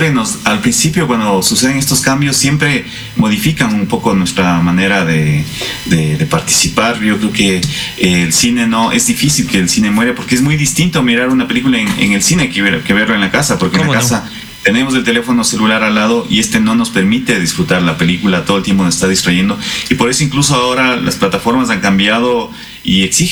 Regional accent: Ecuador; en el Ecuador nuestro mercado es súper pequeñito

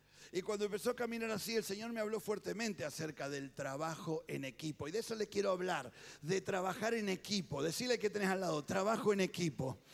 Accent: Tigre, Buenos Aires Province, Argentina; yo soy de Tigre, de la ciudad de Tigre, no del equipo de Tigre, sino de la ciudad de Tigre.

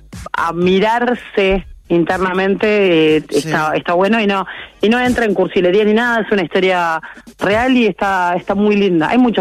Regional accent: Uruguay; Soy uruguaya

